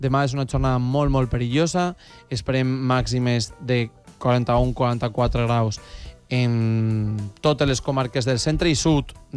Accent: Casas Bajas, Valencian Community, Spain; en el meu poble, de fet, en Casas Bajas

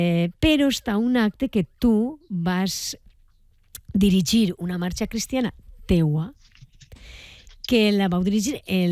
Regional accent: Valencian Community, Spain

